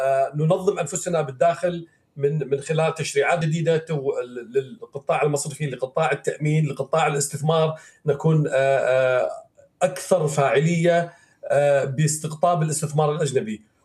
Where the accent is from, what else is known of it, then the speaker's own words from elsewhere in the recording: Syria; احنا كسوريين